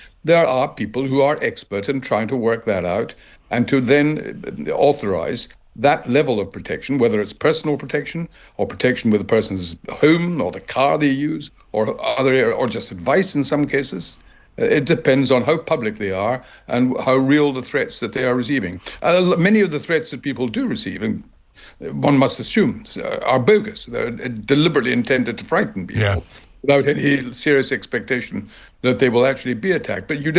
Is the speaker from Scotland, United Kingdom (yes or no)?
yes; Scotland, United Kingdom; born there; now in London, United Kingdom; I'm a Scotsman living in London. I have no... My father was Scottish, my mother was English.